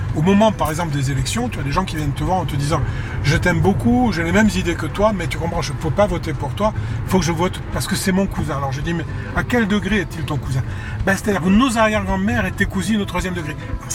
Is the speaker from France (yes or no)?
yes; Corsica, France; Quand on est du Niaule, on est vraiment du Niaule.